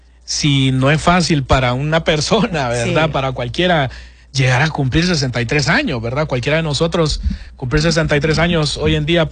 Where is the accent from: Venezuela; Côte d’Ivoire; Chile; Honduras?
Honduras; Tegucigalpa, Francisco Morazán; Los que somos de Tegucigalpa